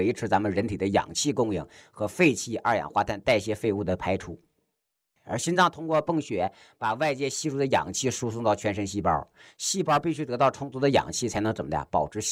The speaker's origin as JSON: {"language": "Chinese", "country": "China", "said": "我们中国人喜欢用个词儿叫什么？叫气绝身亡。"}